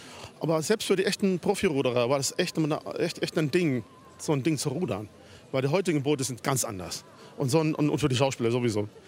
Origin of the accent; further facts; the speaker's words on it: Finland; ich komme ja aus Finnland